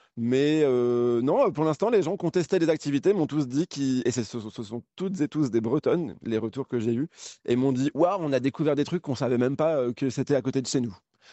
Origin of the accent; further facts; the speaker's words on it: Quiberon, Brittany, France; moi, je viens de la presqu'île de Quiberon.